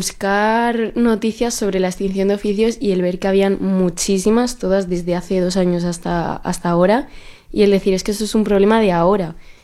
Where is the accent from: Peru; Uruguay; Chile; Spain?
Spain; Torrevieja, Valencian Community; moved away as an adult; also born or lived in Madrid; yo soy de Torrevieja y pues me fui a estudiar a Madrid.